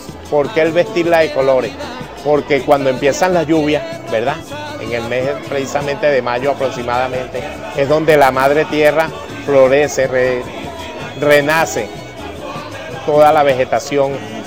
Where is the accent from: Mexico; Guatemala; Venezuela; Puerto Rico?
Venezuela